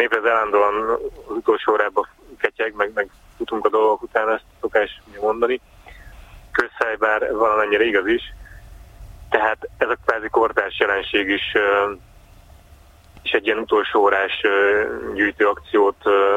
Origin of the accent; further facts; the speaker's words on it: Balatonakali, Veszprém County, Hungary; Hát én Balatonakaliban nőttem föl